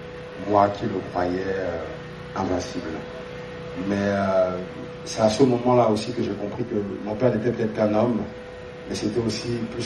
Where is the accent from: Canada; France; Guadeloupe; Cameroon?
Cameroon; En tant que Camerounais